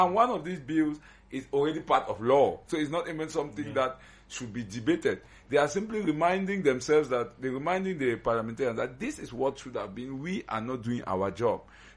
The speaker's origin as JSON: {"language": "English", "region": "Northwest Region", "country": "Cameroon", "said": "I'm from Tuba Subdivision."}